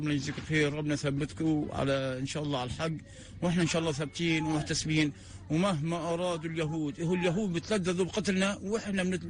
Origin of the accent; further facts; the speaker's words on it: Gaza, Gaza Strip, Palestine; أنا واحد من أهل غزة